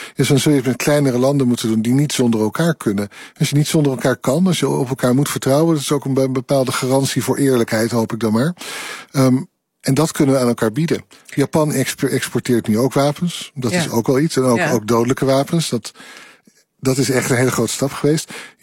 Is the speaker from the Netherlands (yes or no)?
yes; Netherlands